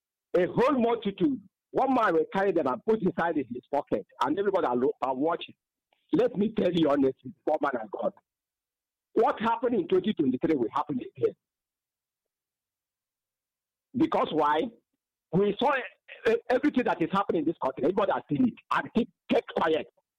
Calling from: Enugu State, Nigeria; I'm calling from Wago Transekulu, Enugu, Noroka. In Noroka

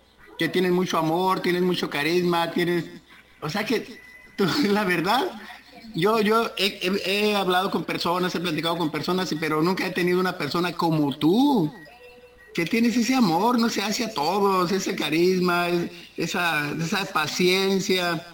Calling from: Mexicali, Baja California, Mexico; Te hablo de Mexicali … de aquí de Mexicali.

